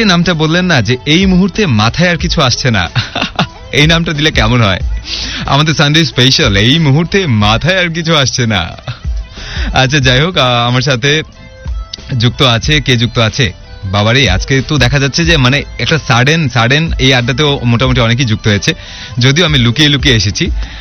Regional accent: Dhaka, Dhaka Division, Bangladesh; আমার বাড়ি বগুড়া না, আমি তো ঢাকাতেই থাকি, বা আমার ঢাকাতেই হচ্ছে আমার বাড়ি।

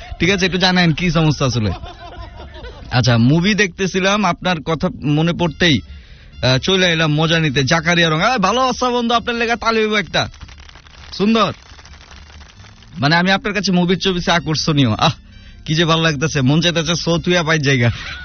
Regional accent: Bangladesh; এইটুকুই বুঝে আমি একজন বাংলাদেশি

